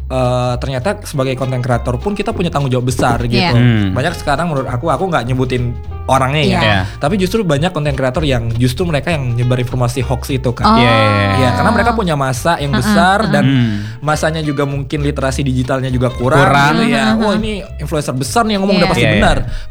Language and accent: Indonesian; Padang, West Sumatra, Indonesia; now in Jakarta, Indonesia; aku kan aslinya dari Padang gitu. Dari Padang